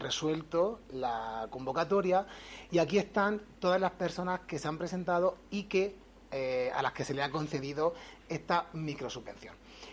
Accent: Bullas, Region of Murcia, Spain; nos ha hecho sentirnos orgullosos de los que somos de aquí de Bullas, de nuestro pueblo, ¿no? De que sea un pueblo que haya apostado tanto por la cultura desde los inicios de la democracia.

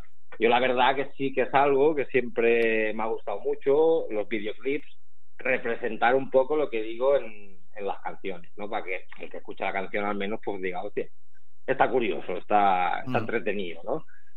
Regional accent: Barcelona, Catalonia, Spain; Y joder, somos de Barcelona

